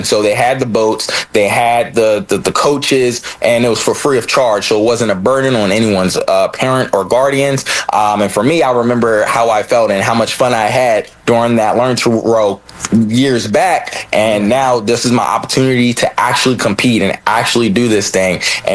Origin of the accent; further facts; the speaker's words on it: Philadelphia, Pennsylvania, United States; So born and raised in Philadelphia